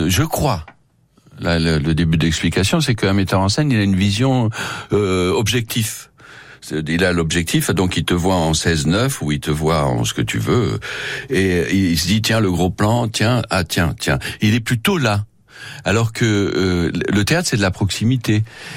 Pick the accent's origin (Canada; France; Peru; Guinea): France; on est français